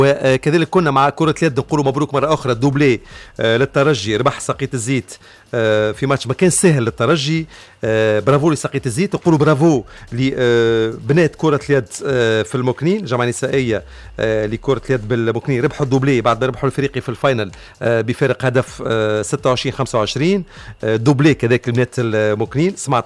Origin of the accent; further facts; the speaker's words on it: Tunisia; انا تونسي راه في السويد شفت الليستا شفت تونس بارتو في العالم دلي نحكي على تونس محلي انا تونسي